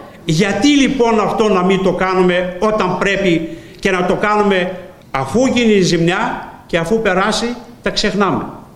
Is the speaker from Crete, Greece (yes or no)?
no; Eastern Macedonia and Thrace, Greece; εγώ είμαι από τον Εύρο, ζω και εργάζομαι εκεί.